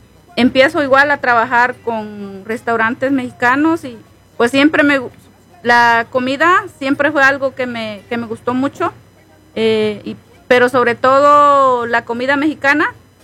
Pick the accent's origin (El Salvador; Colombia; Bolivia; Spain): El Salvador; moved away as an adult; now in Denver, United States; Yo soy salvadoreña, pero el mexicano es mi esposo. Yo empiezo a trabajar a los 15 años, empiezo a trabajar en El Salvador